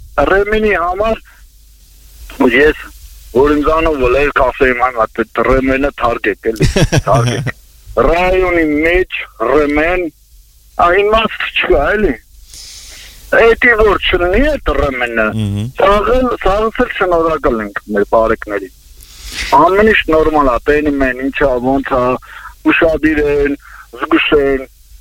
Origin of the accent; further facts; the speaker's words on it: Artashat, Ararat, Armenia; Ուրեմ, մեր Արտաշատից էլ, քանի որ Արտաշատից եմ